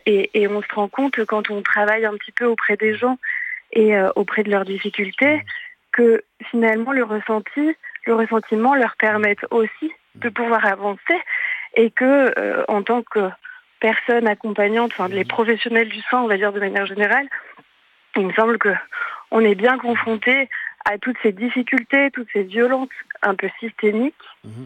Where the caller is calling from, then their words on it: Auvergne-Rhône-Alpes, France; Je vous appelle de la Drôme.